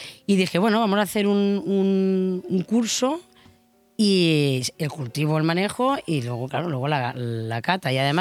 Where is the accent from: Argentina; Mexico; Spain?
Spain; Polop, Valencian Community; Yo, cuando era pequeña, en Polop había mucha viña.